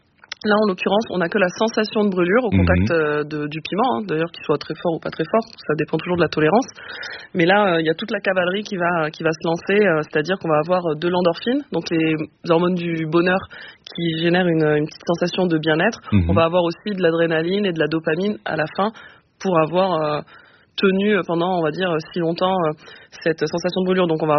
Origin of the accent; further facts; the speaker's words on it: Perpignan, Occitanie, France; je suis originaire de Perpignan